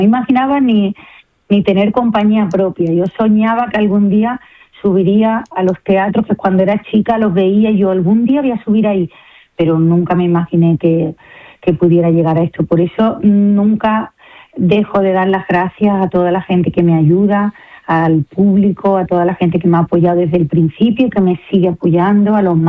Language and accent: Spanish; Andalusia, Spain; los tres somos andaluces